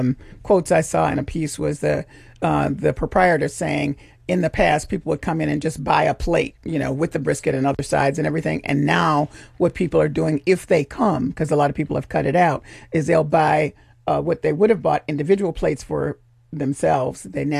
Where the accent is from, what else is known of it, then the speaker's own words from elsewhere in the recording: Memphis, Tennessee, United States; I don't care where it is. I'm from Memphis.